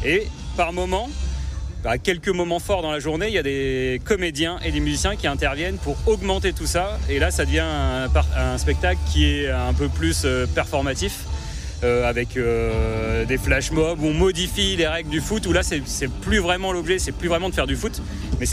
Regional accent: Reims, Grand Est, France; On est de Reims, voilà, pas loin de Charleville.

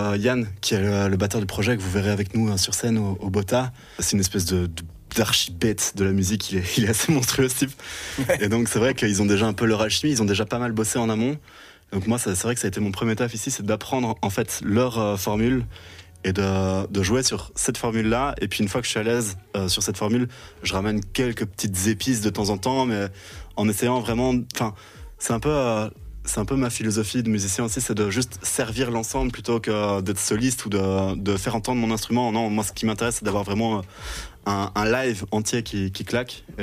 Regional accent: Mons, Wallonia, Belgium; En fait, moi je viens de Mons, je viens pas de Bruxelles, et donc j'ai bossé avec la classe de Mons.

